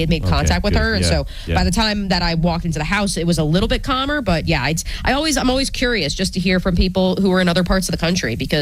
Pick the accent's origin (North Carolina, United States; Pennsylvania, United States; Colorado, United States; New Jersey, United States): New Jersey, United States; I'm always curious just because growing up in New Jersey